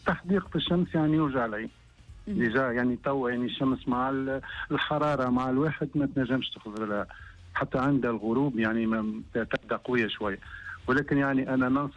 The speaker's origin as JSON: {"language": "Arabic", "country": "Tunisia", "said": "نحن في تونس"}